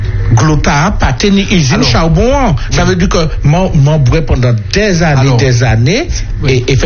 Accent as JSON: {"language": "French", "town": "Le Lorrain", "country": "Martinique", "tie": "born or raised there", "said": "je suis originaire du Lorrain."}